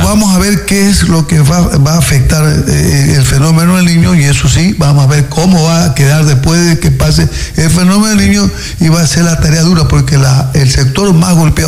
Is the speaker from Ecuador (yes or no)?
yes; San Pedro, Santa Elena, Ecuador; ahí hablaban de San Pedro, mi pueblo natal